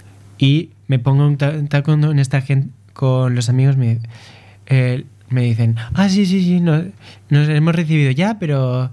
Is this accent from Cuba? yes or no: no; Spain; moved away; yo soy español